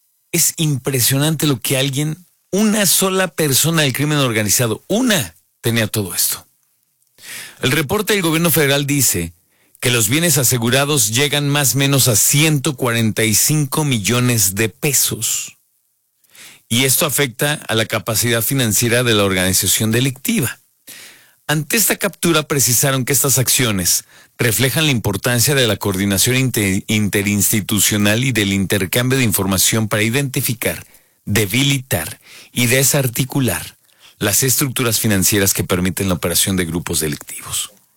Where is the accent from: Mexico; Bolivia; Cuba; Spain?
Mexico